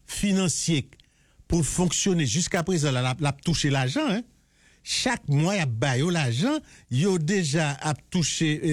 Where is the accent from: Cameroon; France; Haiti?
Haiti; En tant qu'haïtien, l'homme on a parlé de l'armée, l'armée a gagné pile pour le raconter.